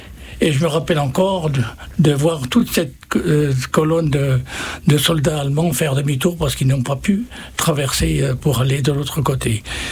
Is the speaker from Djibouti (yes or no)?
no; France; also born or lived in Cayenne / Tahiti / Germany / Metz; now in Toul, France; Mon village natal se situe au point de tréjonction des Vosges, de la Haute-Marne et de la Haute-Saône. Un petit village de 200 habitants et qui a vu les temps modernes très tard. Les routes goudronnées, il n'y en avait pas jusqu'après la guerre.